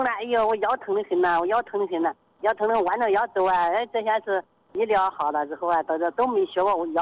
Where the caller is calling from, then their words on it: Tianmen, Hubei, China; 我是天门江湖农场的。